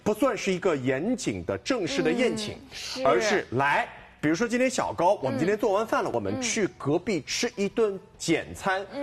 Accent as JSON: {"language": "Chinese", "town": "Hangzhou", "region": "Zhejiang", "country": "China", "tie": "born or raised there", "said": "我作为杭州人啊，龙井虾仁其实从小吃到大的，"}